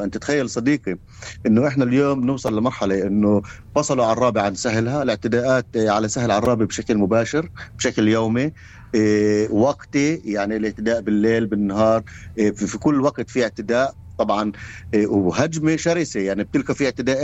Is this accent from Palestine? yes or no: yes; Palestine